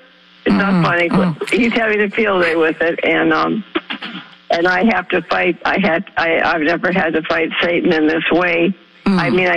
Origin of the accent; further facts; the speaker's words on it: Milwaukee, Wisconsin, United States; also born or lived in Clearwater / Pittsburgh; I was born and raised in Milwaukee. I lived in Clearwater when I was 16. I later married and had a child and moved to Pittsburgh.